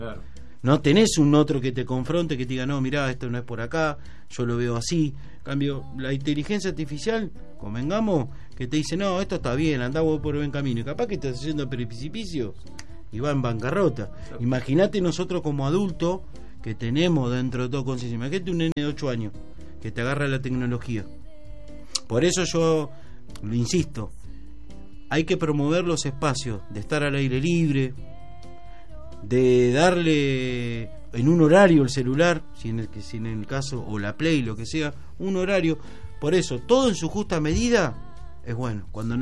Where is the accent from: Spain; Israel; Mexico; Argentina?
Argentina; Punta Alta, Buenos Aires Province; Yo que vengo de Punta Alta, me crié.